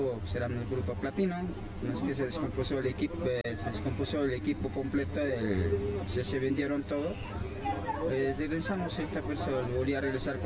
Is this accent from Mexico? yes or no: yes; Temoaya, State of Mexico, Mexico; first language Otomi; Spanish is a second language; now in Cuernavaca, Mexico; Originario, yo soy de Toluca, de Temoya, Estado de México, Santa Cecilia Otomí.